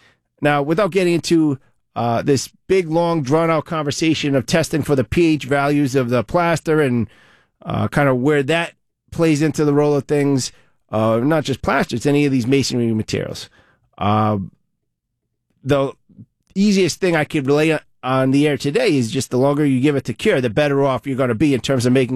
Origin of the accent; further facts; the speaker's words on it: Providence, Rhode Island, United States; now in East Providence, United States; I grew up in one in Providence too. I grew up in the Honorable section of Providence in a home that was quite old